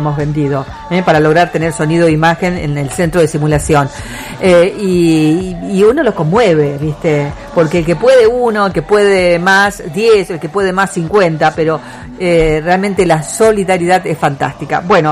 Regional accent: Argentina; Nosotros somos gente buena, el argentino es bueno.

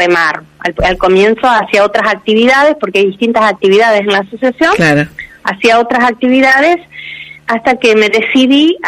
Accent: Santa Fe, Argentina; Y como vos decías, somos tres santafesinas.

